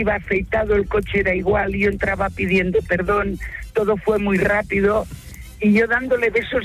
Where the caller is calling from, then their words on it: Barcelona, Catalonia, Spain; Yo soy catalana, de Barcelona.